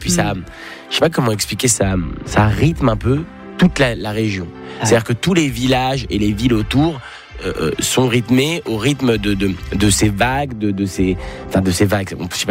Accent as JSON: {"language": "French", "town": "Paris", "region": "Île-de-France", "country": "France", "tie": "born or raised there", "said": "Moi j'ai passé beaucoup de temps près de la Méditerranée, où évidemment j'ai grandi à Paris, donc vivre près de la Seine, ça a rien à voir."}